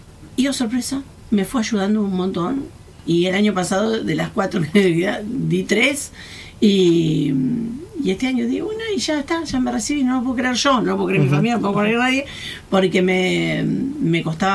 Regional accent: Berazategui, Buenos Aires Province, Argentina; yo soy de Berazategui, así que para mí es cerca, acostumbrada a viajar acá.

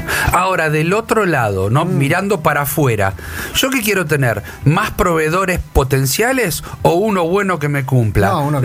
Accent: Argentina; Nosotros como argentinos tenemos ciertas características que nos hacen que están dentro de nuestro paraguas cultural.

